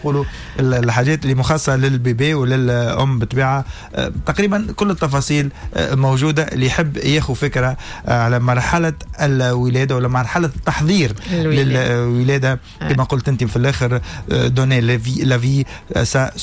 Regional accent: Tunisia; احنا تونسي

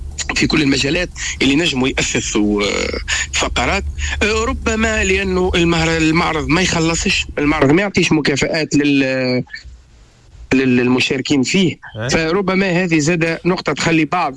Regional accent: Tunisia; accent: Tunisian; كما نقولوا في لهجتنا التونسية

